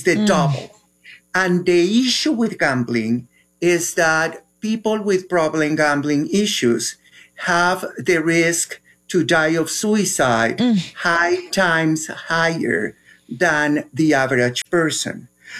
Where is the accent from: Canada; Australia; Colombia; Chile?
Colombia; moved away as an adult; now in United States; Well, I'm from Colombia, and I came to the U.S. when I was already 41